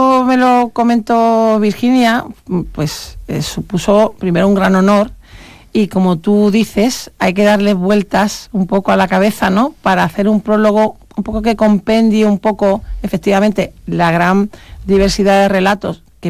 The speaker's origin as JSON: {"language": "Spanish", "town": "Seville", "region": "Andalusia", "country": "Spain", "said": "en mi tierra, que yo soy sevillana"}